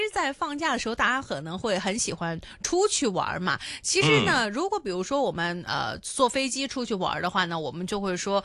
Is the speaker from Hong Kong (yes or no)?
yes; Hong Kong; 我们广东话叫 tax 小边